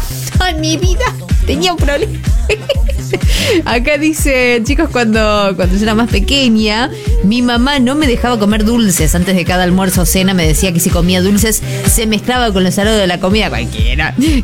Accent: Totoras, Santa Fe, Argentina

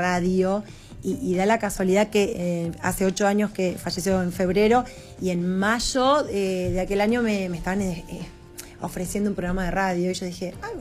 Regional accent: Santa Fe, La Pampa, Argentina; born there; mi primer dúo con mi hermana a los 7 años, que de Santa Fe nos vinimos para La Pampa.

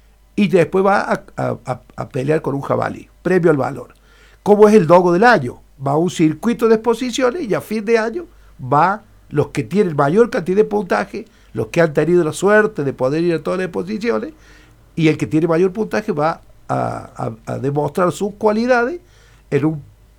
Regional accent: Villa Mercedes, San Luis, Argentina; yo soy nacido y creado en Villa Mercedes.

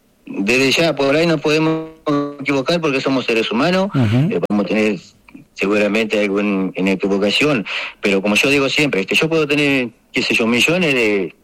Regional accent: El Salado, Río Negro, Argentina; Porque tenemos la parte del Salado, de donde yo soy del Salado, el otro paraje que está vecino, que también pertenece a Chipauquil, que es zona rural de Chipauquil.

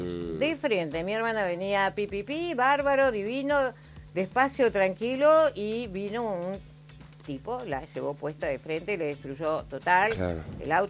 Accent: Patagonia, Argentina; Somos patagónicos, somos resistentes, somos fuertes y estamos acostumbrados.

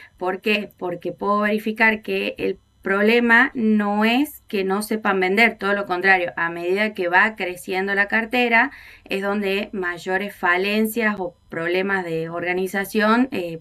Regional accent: Tucumán, Argentina; Sí, así es, Tucumán.

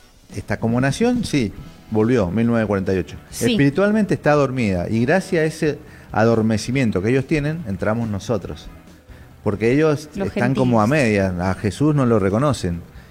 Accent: Argentina; nosotros como argentinos

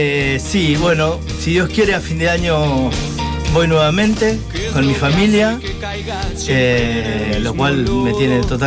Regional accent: San Lorenzo, Santa Fe, Argentina; now in Granadero Baigorria, Argentina; Soy nacido en San Lorenzo, pero hijo adoptivo de Baigorria.

